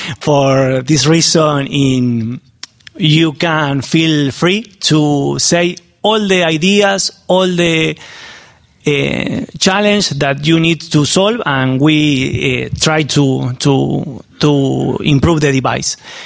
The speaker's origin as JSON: {"language": "English", "country": "Argentina", "second_language": "English", "said": "I'm from Argentina. I'm sorry for my English. It's very, very bad."}